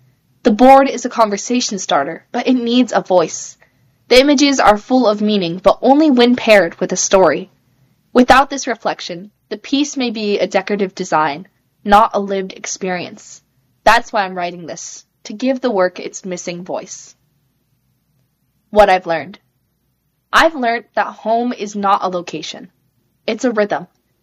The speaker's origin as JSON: {"language": "English", "country": "India", "tie": "born or raised there", "also_born_or_lived": "Korea", "lives_now": "Canada", "said": "I was born in Korea, spent much of my childhood in India, and now study in Canada."}